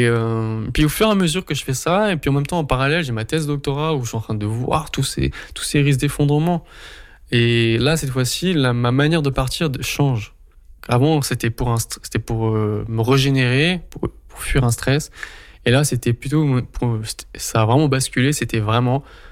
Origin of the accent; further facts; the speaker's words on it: Mulhouse, Grand Est, France; chez moi à Mulhouse